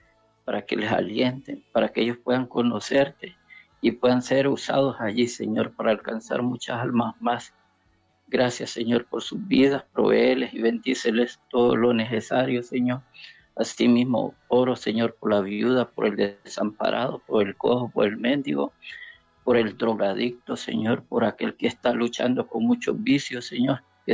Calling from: San Pedro Sula, Cortés, Honduras; De San Pedro Sula, siempre.

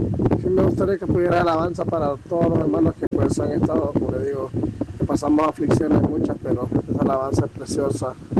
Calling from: La Ceiba, Atlántida, Honduras; Soy de acá de La Ceiba, de Ciudad de La Ceiba.

